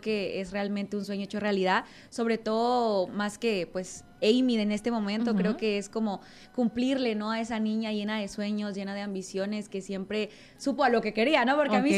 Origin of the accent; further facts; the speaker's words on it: Guatemala; moved away; yo soy de Oriente, allá en mi país